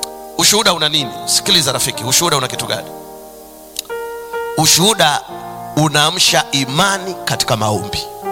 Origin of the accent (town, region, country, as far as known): Tanzania